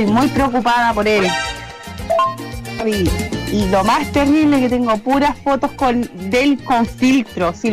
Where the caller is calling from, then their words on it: Talca, Maule, Chile; Aquí de Talca